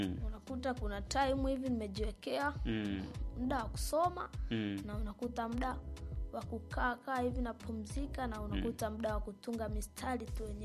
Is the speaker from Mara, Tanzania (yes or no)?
yes; Bunda, Mara, Tanzania; born there; also born or lived in Mugumu, Serengeti; Shule mimi nimeanza kusomea huko Bunda.